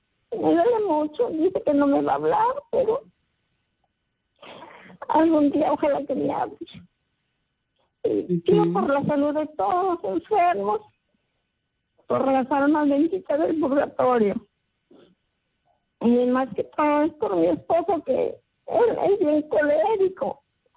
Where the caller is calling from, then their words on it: Paita, Piura, Peru; El de Paita, hermanita.